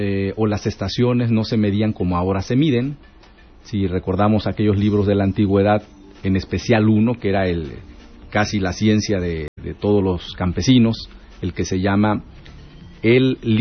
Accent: Mexico; Nosotros aquí en México

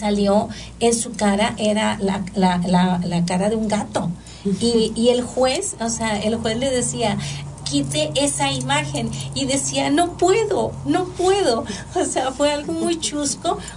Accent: Agujita, Coahuila, Mexico; moved away as an adult; also born or lived in Saltillo; Ustedes, pues, gracias a Dios, eran de la capital del estado, pero pues yo no, yo sí tuve que emigrar de Agujita, tuve que emigrar a Saltillo para poder estudiar mis 5 años en la universidad.

